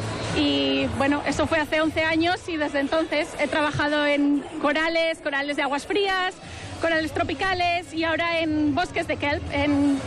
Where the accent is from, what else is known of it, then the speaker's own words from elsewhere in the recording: Almodóvar, Spain; moved away as an adult; now in Yorkshire, United Kingdom; es, primero y ante todo, una saputa de toda la vida de Almodóvar. Estudié ciencias ambientales y me fui a Reino Unido para empezar mi carrera en ciencias marinas. Y bueno, eso fue hace 11 años